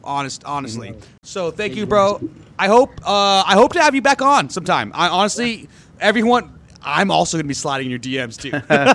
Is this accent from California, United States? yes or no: yes; Riverside, California, United States; because we're from Riverside or like Southern California.